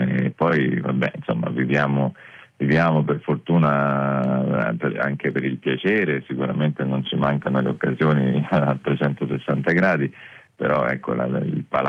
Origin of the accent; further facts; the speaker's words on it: Marche, Italy; vengo dalle Marche